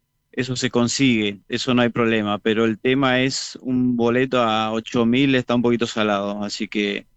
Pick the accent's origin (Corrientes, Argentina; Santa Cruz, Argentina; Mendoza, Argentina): Corrientes, Argentina; Goya; now in Atlanta, United States; soy de Goya, Corrientes, y vivo acá en Atlanta hace 25 años.